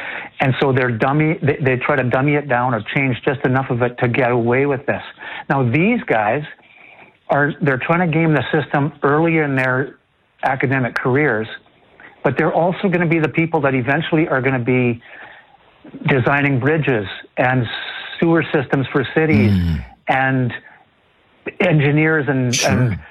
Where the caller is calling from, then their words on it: Lethbridge, Alberta, Canada; I'm from Lethbridge